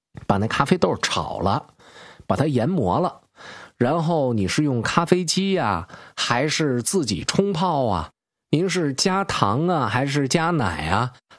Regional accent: China; 我们中国人

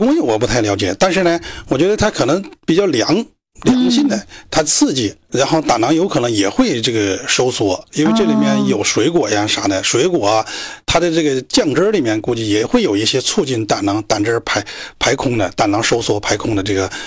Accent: southern China, China; now in Northeast China; 我是南方人啊，

